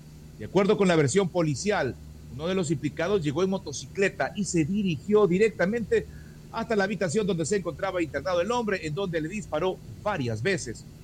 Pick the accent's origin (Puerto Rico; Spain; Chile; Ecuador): Ecuador; somos ecuatorianos